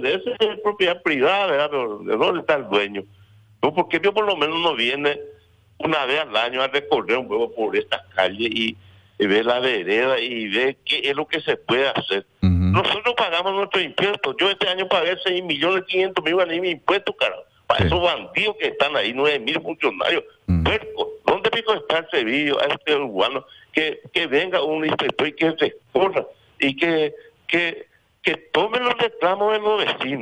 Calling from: Paraguay; Así como somos también los paraguayos.

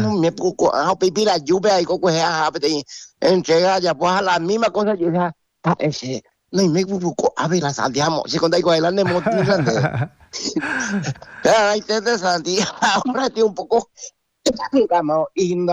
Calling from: Coronel Oviedo, Caaguazú, Paraguay; soy de Coronel Oviedo.

